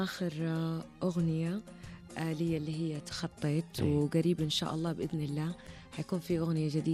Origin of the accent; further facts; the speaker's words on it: Saudi Arabia; شكرا لإتاحتنا إحنا كفنانين سعوديين أنه نطلع مواهبنا.